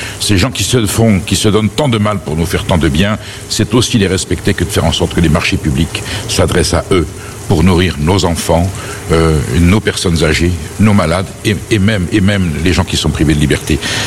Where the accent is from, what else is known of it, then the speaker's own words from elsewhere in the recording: Basque Country, France; Alors, vous êtes béarnaise, je suis basque, ça va très bien se passer?